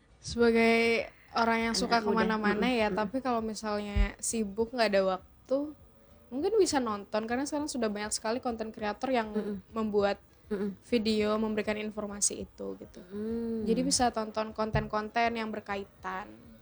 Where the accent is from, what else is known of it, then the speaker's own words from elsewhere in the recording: West Sumatra, Indonesia; aku Minang, tapi aku baru tertarik buat belajar Minang itu setelah aku kemana-mana.